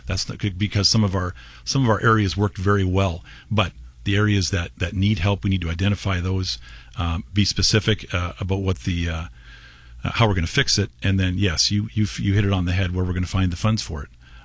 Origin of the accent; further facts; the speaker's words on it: Lincoln, Ontario, Canada; having been, you know, grown up in Lincoln my whole life